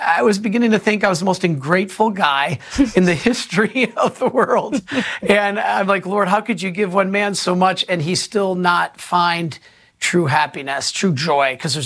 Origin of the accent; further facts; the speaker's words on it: Detroit, Michigan, United States; Because back in Michigan, where I grew up in Detroit